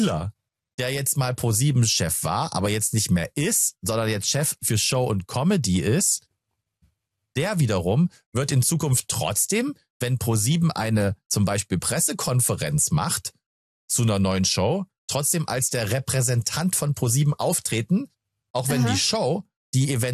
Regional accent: France; Ich habe eine französische Vorname. Bei uns in Frankreich sagt man

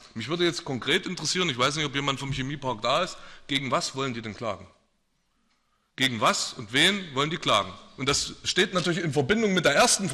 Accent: Thalheim, Saxony, Germany; Und ich gebe zu, ich komme aus Thalheim und bin 1987 geboren, ich habe keinen persönlichen Bezug zum Kulturpalast

